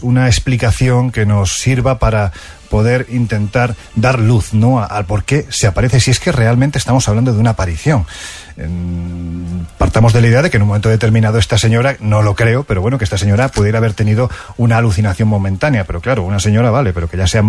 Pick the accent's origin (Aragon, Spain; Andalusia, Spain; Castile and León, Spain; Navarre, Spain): Andalusia, Spain; Jaén; quienes conocemos Jaén, yo evidentemente lo conozco porque es mi tierra